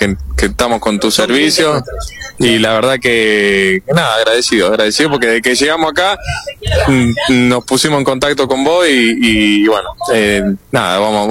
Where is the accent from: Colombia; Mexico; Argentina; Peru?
Argentina; Jovita, Córdoba; born there; yo soy de Jovita.